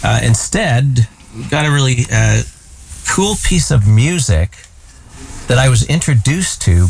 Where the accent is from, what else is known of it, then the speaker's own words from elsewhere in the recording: Canada; No, but as you know, I'm from Canada, and I'm a bit of a deviant, eh?